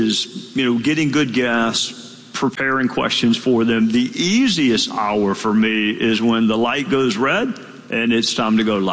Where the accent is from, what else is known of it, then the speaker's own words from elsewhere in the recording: Greenville, South Carolina, United States; imagine I was born in Greenville.